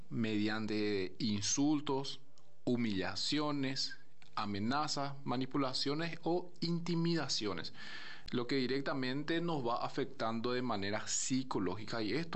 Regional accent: Paraguay; acá como paraguayo

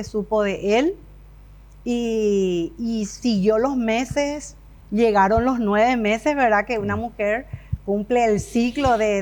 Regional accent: Asunción, Paraguay; Somos asuncenos.

